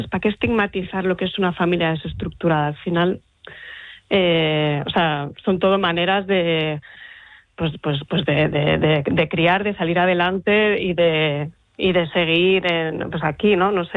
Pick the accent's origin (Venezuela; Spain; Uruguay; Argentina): Spain; Gijón, Asturias; yo soy de provincias, yo soy de Gijón además